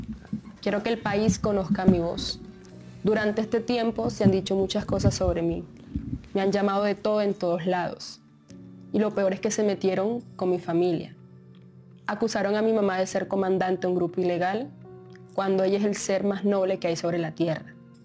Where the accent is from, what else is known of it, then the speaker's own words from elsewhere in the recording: Agustín Codazzi, Cesar, Colombia; Yo soy una pelada de 24 años. Nací en Codazzi, en el Cesar, y hasta fui reina del carnaval de mi pueblo, Paquería. Amo el vallenato y la salsa, para mí compiten. Mi mamá es sucreña